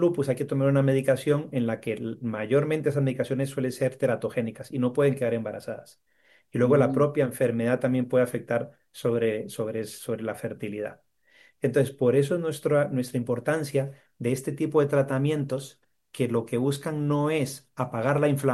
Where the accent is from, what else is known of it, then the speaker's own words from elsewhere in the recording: Costa Rica; como latinoamericano, como costarricense